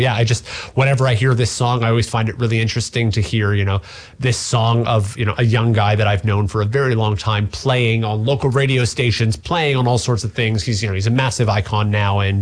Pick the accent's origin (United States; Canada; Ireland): Canada; as a Canadian